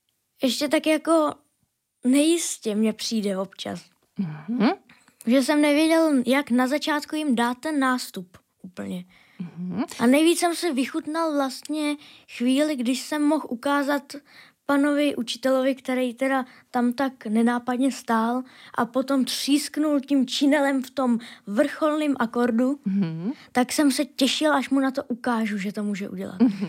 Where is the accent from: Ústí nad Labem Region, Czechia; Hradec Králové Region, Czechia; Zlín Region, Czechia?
Hradec Králové Region, Czechia; Jičín; znám se s takovým panem varhaníkem u nás v Jičíně